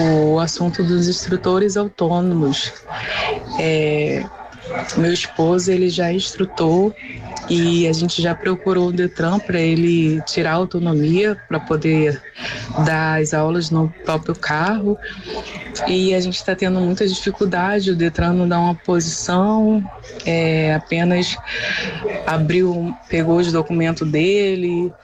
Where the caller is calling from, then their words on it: Nova Iguaçu, Rio de Janeiro, Brazil; eu sou de Nova Iguaçu.